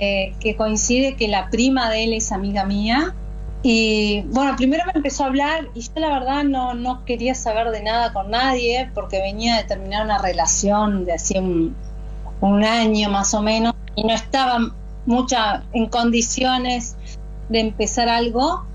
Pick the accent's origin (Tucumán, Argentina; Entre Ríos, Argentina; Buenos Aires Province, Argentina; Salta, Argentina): Entre Ríos, Argentina; Concordia; moved away as an adult; now in Australia; Concordia, yo soy de Entre Ríos.